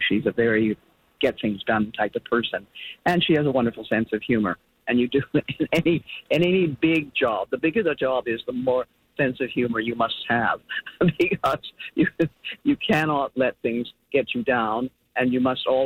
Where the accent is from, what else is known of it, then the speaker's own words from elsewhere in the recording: Ottawa, Ontario, Canada; I grew up in Ottawa, where, you know, Rideau Hall is located.